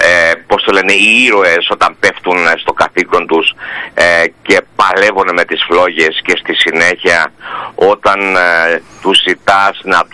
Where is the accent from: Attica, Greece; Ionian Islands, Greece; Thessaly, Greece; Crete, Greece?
Ionian Islands, Greece; Corfu; εδώ το χωριό μου